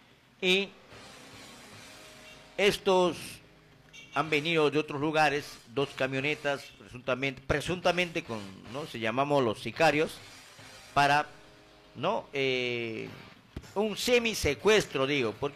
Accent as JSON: {"language": "Spanish", "country": "Peru", "said": "siempre defiendo a mi pueblo, llamado Perú, y a mi pueblo, y a mi región donde vivo"}